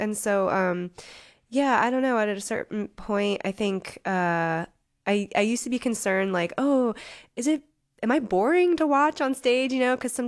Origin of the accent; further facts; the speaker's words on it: Baltimore, Maryland, United States; also born or lived in Prague / Tokyo / Los Angeles; I'm a person from Baltimore, Maryland, originally. I've traveled quite a lot. I've lived in a lot of places around the world, including Prague and Tokyo and LA.